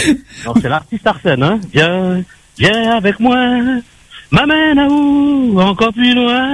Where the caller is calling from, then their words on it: Nice, Provence-Alpes-Côte d'Azur, France; je suis sur Nice, hein, j'habite à Nice.